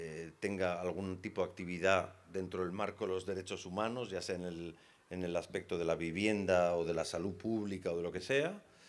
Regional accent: Spain; Yo me considero un orgulloso español, pero para alguna gente no lo soy.

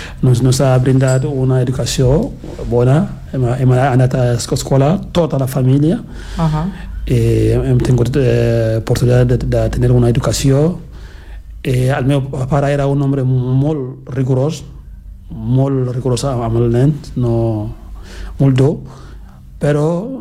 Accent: Tiko, Southwest Region, Cameroon; born there; Catalan is a second language; Jo em va néixer en una petita poble que es diu Tiko, que és la poble de la meva mare. Sí. Està en el sud-oest del Camerun, que és la part anglòfona.

